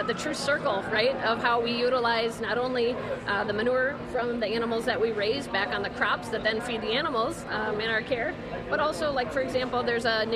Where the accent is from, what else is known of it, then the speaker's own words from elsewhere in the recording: Chatfield, Minnesota, United States; I'm from Chatfield, Minnesota, and I'm a pig farmer in Fillmore County.